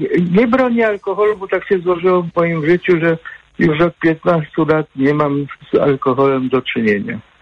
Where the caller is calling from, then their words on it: Katowice, Silesian Voivodeship, Poland; Witam serdecznie, dzwonię z Katowic.